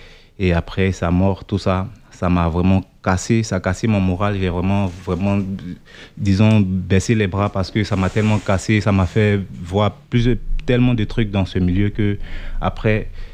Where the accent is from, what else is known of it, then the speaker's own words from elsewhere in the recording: Côte d’Ivoire; moved away; on habitait un peu, du genre, une cour commune, là-bas en Afrique, en Côte d'Ivoire, parce que c'est okay. là d'où je viens. Je précise bien, je suis ivoirien.